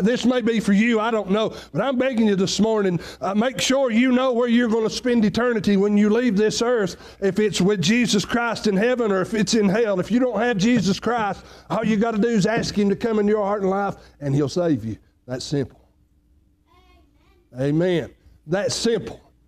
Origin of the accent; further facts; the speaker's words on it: United States; as an American